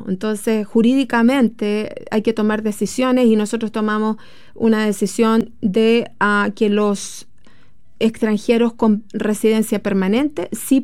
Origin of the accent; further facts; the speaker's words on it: Chile; moved away; also born or lived in United States; Te voy a decir algo que yo extrañaba de Chile